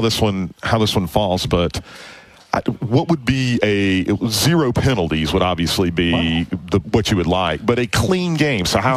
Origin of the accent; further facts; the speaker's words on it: South Carolina, United States; I grew up in South Carolina, but I was a big Braves fan too.